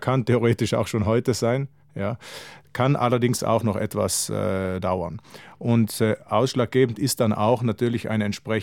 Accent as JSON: {"language": "German", "region": "Trentino-Alto Adige", "country": "Italy", "said": "wenn wir als Südtiroler, Südtirolerinnen auf dem deutschen Markt einkaufen."}